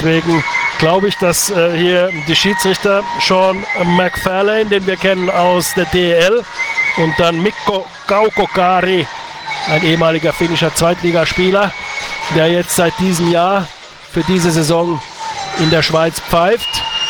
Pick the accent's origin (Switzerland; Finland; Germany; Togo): Finland; Sage ich jetzt einfach als Finne über eine schwedische Stadt.